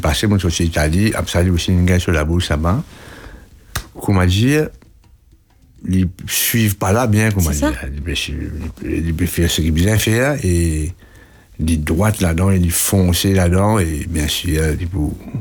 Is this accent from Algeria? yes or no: no; Mauritius; moi, je viens de Mauricien